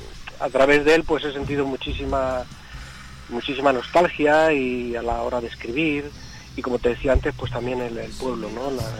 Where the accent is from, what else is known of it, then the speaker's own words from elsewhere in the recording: Extremadura, Spain; ser extremeño, la verdad que es un privilegio.